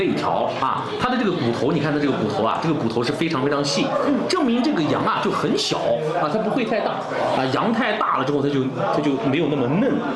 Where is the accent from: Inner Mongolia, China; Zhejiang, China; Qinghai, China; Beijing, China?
Qinghai, China; Xining; 酿皮在我们青海人当中啊，要念的是瓤皮，普通话的方言话。败家瓤皮啊，在我们西宁瓤皮界可以说是几十年的一个老字号